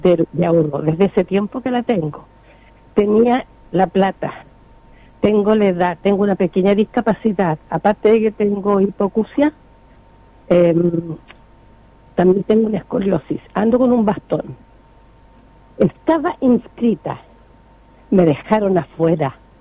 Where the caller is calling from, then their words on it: Campanario, Chile; Tengo 82 años, vivo en Campanario.